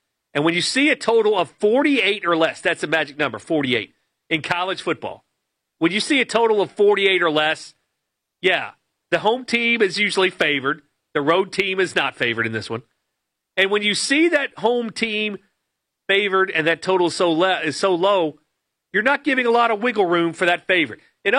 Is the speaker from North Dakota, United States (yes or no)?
no; Lexington, Kentucky, United States; I am from Lexington, Kentucky, and I am a little biased because I grew up in a college basketball haven.